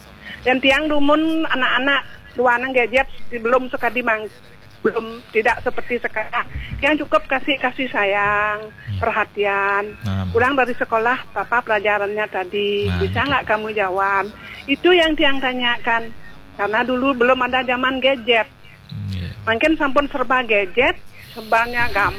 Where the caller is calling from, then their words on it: Bali, Indonesia; kita orang Bali nggih